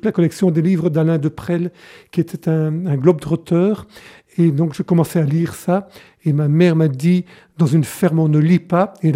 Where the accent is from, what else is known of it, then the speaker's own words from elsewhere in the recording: Pottes, Wallonia, Belgium; born there; Alors, je suis né plutôt à Poth, donc c'est une petite ville à quelques kilomètres de Tournai, dans le Tournaisie donc. Et mes parents étaient fermiers, paysans, comme on dit. Et donc, je suis né en 1952